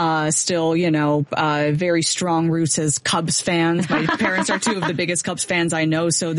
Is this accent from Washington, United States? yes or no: no; Chicago, Illinois, United States; also born or lived in Virginia; I'm also from Chicago, born up in a little, well, not physically in the bungalow, but I was born, you know, downtown, went home to the bungalow over in West Rogers Park.